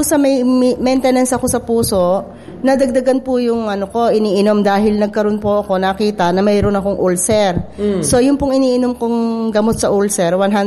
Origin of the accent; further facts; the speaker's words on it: Santa Cruz, Calabarzon, Philippines; from Santa Cruz, Laguna. Barangay San Juan, Santa Cruz, Laguna po.